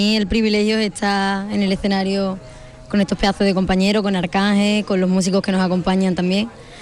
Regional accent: Huelva, Andalusia, Spain; en Huelva, en mi tierra

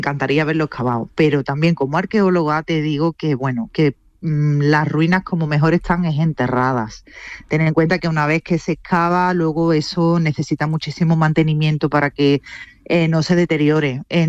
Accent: Córdoba, Andalusia, Spain; no lo digo como cordobesa orgullosa

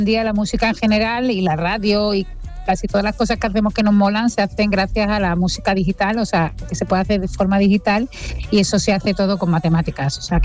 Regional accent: South Korea; Y soy de Corea

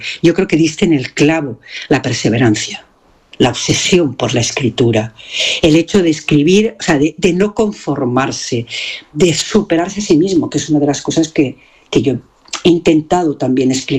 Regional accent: Pego, Valencian Community, Spain; moved away; la casa de mi pueblo, que es Pego

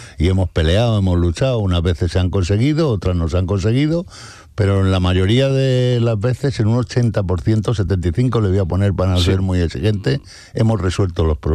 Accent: Madrid, Community of Madrid, Spain; now in Seville, Spain; Yo nací en Madrid en el año 1952, en junio.

